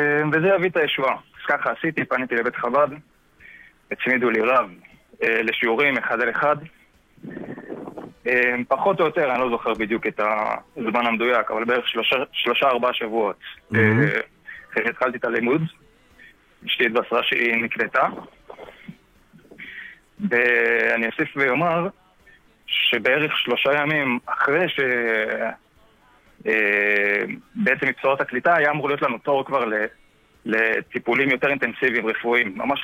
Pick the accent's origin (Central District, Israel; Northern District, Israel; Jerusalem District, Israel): Central District, Israel; Nes Ziona; אני מנס ציונה.